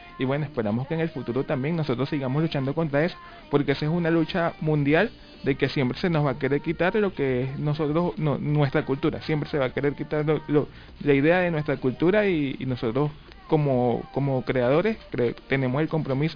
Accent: Venezuela; somos latinoamericanos, que somos venezolanos

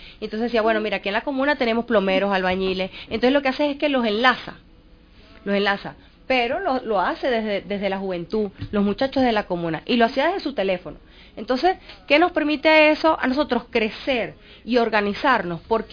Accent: Venezuela

